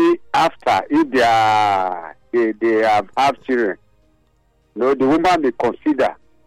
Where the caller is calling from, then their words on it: Benin City, Edo, Nigeria; I'm in Benin now.